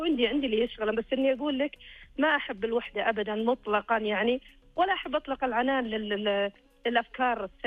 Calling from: Buraydah, Al-Qassim, Saudi Arabia; من القصيم بريدات.

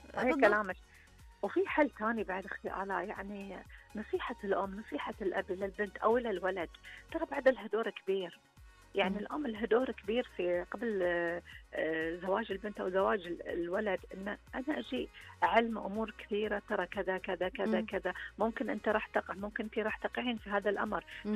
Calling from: Saudi Arabia; عندنا في السعودية

